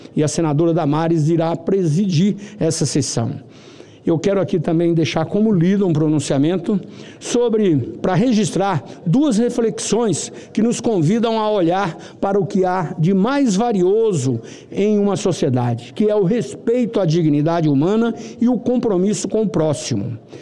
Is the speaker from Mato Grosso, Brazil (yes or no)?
yes; Rondonópolis, Mato Grosso, Brazil; o falecimento de dois importantes nomes da história da minha cidade natal, Rondonópolis.